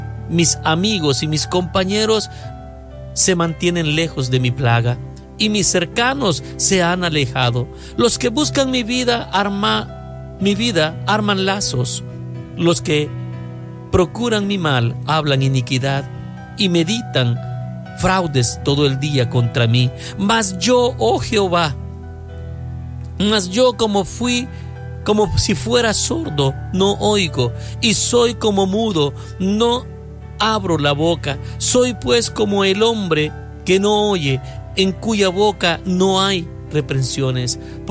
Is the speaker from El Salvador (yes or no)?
yes; El Salvador; moved away; Él está en coma en El Salvador, ay mi Dios, allá en mi tierra natal.